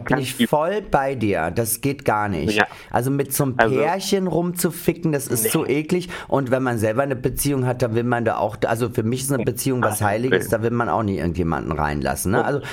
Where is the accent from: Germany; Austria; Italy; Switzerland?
Austria; Weißt du, wie das in Österreich, ich weiß gar nicht, ob man das in Deutschland auch sagt, aber bei uns in Österreich